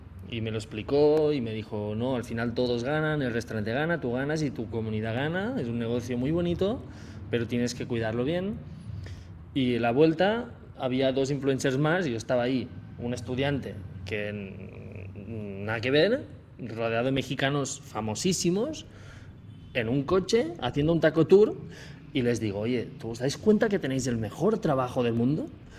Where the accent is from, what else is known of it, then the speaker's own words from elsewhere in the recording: Olot, Catalonia, Spain; pero ¿quién va a ir a mi pueblo de Olot?